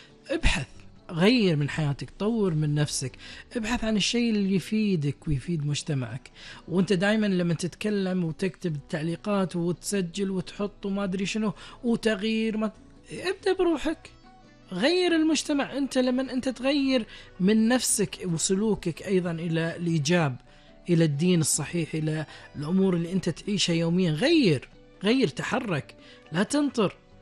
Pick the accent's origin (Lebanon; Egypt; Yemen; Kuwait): Kuwait; إحنا كشباب كويتيين